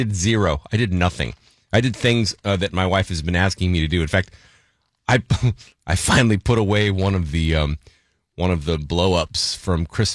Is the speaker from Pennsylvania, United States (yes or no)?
no; Salinas, California, United States; I'm from Salinas.